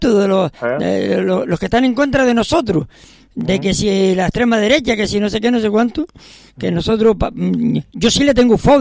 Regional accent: San Mateo, Canary Islands, Spain; now in Santa Brígida, Spain; yo estaba en San Mateo y me tengo que venir allí, ¿por qué? ¿Por qué me tengo que venir de allí, de mi pueblo, tengo que marcharme y venirme aquí abajo a Santa Brígida?

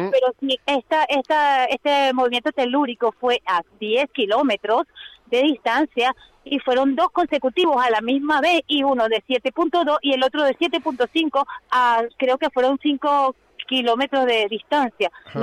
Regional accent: Venezuela; born there; tanto todas las personas que fueron allí, como los que nacimos allí, que somos de origen venezolano, estamos sufriendo y padeciendo.

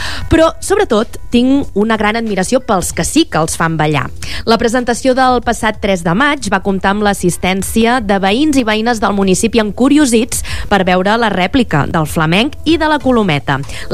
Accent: Sant Jaume dels Domenys, Catalonia, Spain; que sóc de Sant Jaume dels Domenys de tota la vida

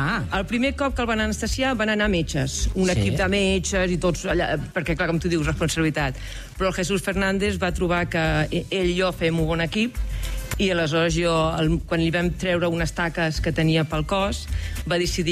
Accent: Barcelona, Catalonia, Spain; moved away as an adult; also born or lived in United States; I vaig viure aquí a Barcelona, bueno, a Barcelona 25 anys... I després, els altres 25, sí. Els he passat als Estats Units.

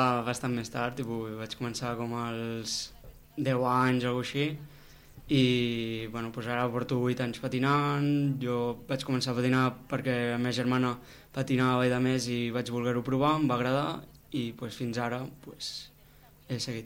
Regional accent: Olèrdola, Catalonia, Spain; Sí, vam fer una entrevista al meu poble, a Olèrdola també

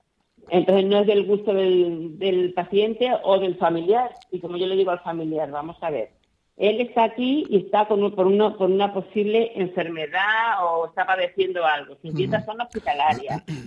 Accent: Castile, Spain; yo soy muy castellana

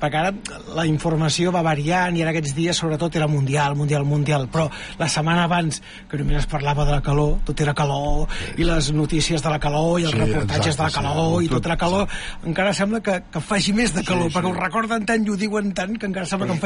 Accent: Cubelles, Catalonia, Spain; jo de petita a Cubelles es feia

